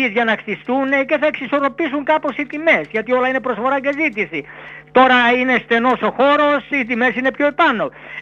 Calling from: Kallithea, Attica, Greece; από Καλλιθέα Περιστέρια.

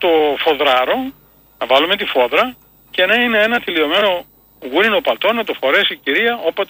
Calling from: Kastoria, Western Macedonia, Greece; Είμαι από την Καστοριά.

